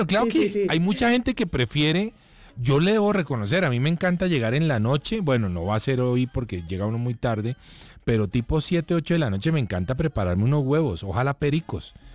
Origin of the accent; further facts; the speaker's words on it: Bogotá, Colombia; also born or lived in Cali; también soy de La Sultana, yo soy caleño. Quizá no se siente tanto porque obviamente desde que tenía un año mi mamá me trajo a Bogotá. Así que pues soy más bogotano que cualquier cosa, pero quiero mucho, por supuesto, a la ciudad de Cali.